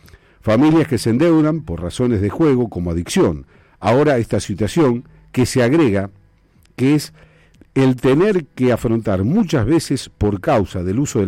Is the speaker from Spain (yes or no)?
no; Argentina; como argentino bien parido que soy